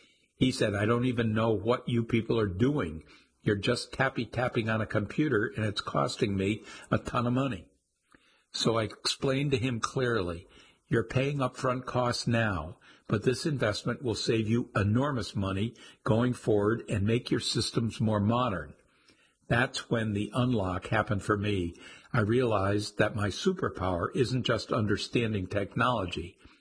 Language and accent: English; the South, United States; something relatable from growing up in the South.